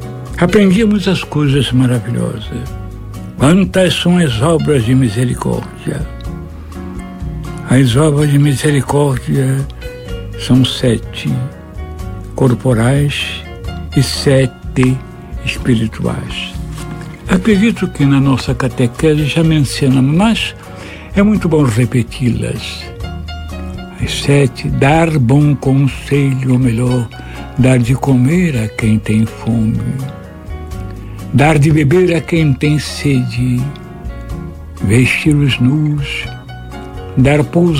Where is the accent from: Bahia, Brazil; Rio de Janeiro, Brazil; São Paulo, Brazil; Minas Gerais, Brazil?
Rio de Janeiro, Brazil; fui criado ali em Cordovil.